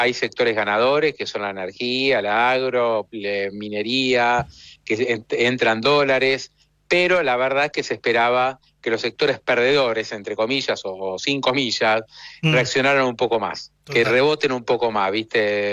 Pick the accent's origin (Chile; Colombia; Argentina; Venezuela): Argentina